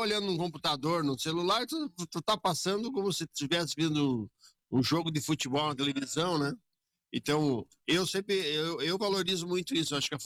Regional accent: Soledade, Rio Grande do Sul, Brazil; Soledadense, nasci em Soledade e moro agora 58 anos na rua da ABB. Mas nasci no outro canto da cidade, mas hoje moro há 58 anos na rua que pertence à ABB de Jau ali.

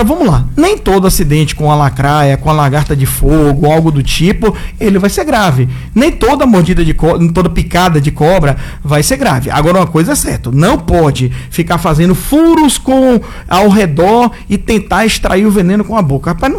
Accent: Quaraci, Bahia, Brazil; also born or lived in Itabuna / Ibicaraí / Tororó / Itapetinga; Nasci em Itabuna, mas a família toda é de Quaraci, meu pai era bancário, então a gente morou em Quaraci, morei em Ibicaraí, Bicuí, Tororó, Itapetinga.

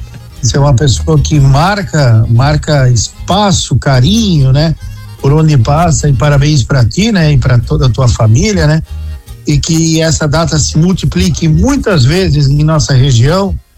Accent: Brazil; E nós que somos brasileiros, né?

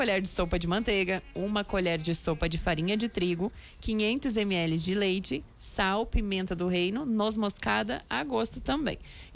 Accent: Rio Grande do Sul, Brazil; born there; moved away; also born or lived in Santa Catarina; lá no Noroeste Gaúcho, onde eu nasci, também a gente falava carne moída, né? Então, aqui que é guisado.

